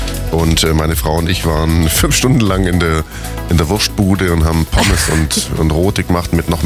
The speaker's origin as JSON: {"language": "German", "country": "Italy", "said": "als Italiener ist das auch so."}